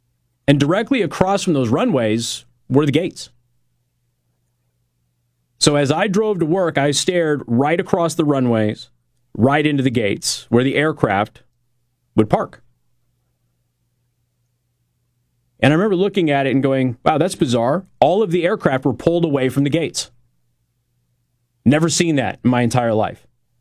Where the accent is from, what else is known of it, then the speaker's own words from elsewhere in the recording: Las Vegas, Nevada, United States; I grew up in Las Vegas.